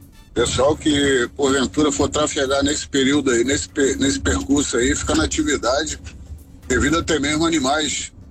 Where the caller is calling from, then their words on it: Iguaba Grande, Rio de Janeiro, Brazil; de Guaba Grande, saí de São Pedro da Aldeia.